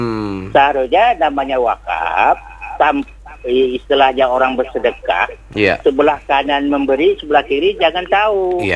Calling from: Tanjung Pinang, Riau Islands, Indonesia

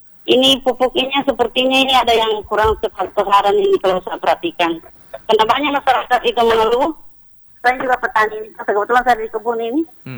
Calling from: Tambun, West Java, Indonesia; Saya dari Tambun ini.

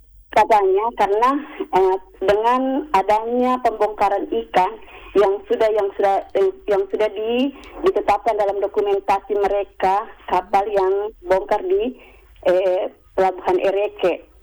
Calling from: Kendari, Southeast Sulawesi, Indonesia; Saya dari … di Kendari, ingin mengeluhkan masalah yang baru-baru ini sempat viral katanya.

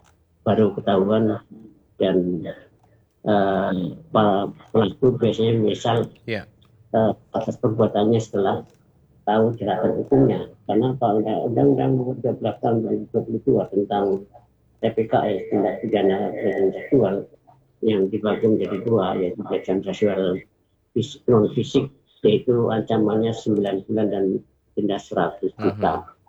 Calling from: Kijang, Riau Islands, Indonesia; Kampung Kolong 6, kampung kami di sini, di Kijang Kota.

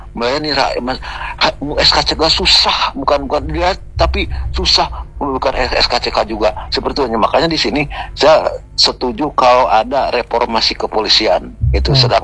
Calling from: Bandung, West Java, Indonesia; Saya dari Jawa Barat nih ya. Begini dari Bandung Timur.

